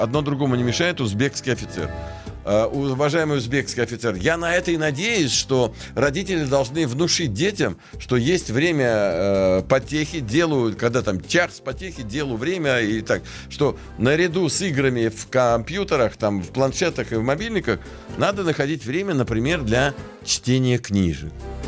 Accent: Kerch, Crimea, Ukraine; now in Israel; Я израильтянин. Я не понимаю, почему вы их сюда посылаете, эти вопросы. Я израильтянин из Крыма, Керчи, там, где Багировский ров, где гитлеровцы уничтожили 7 тысяч евреев

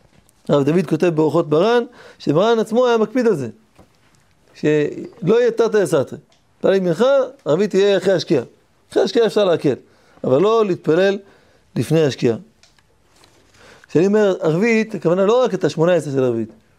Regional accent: Tel Aviv, Tel Aviv District, Israel; אני גדלתי בתל אביב, לא היה, יש מניין מיד בזמן

